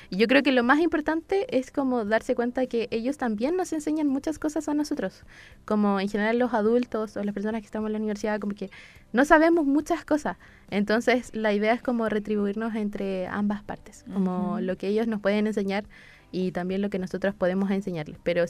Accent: Santiago, Santiago Metropolitan Region, Chile; yo soy de La Granja. Soy del sector sur de Santiago, un sector sur donde a veces no llega tantas cosas como en otros lados

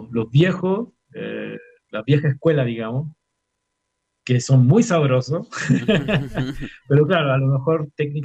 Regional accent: Chuquicamata, Antofagasta, Chile; moved away; volver a mi tierra, yo nací en Chuquicamata

